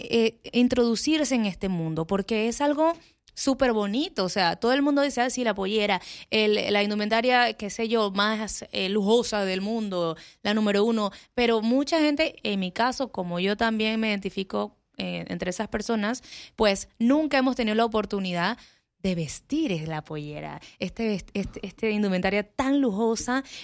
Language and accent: Spanish; Panama; yo como panameña, y eso que soy panameña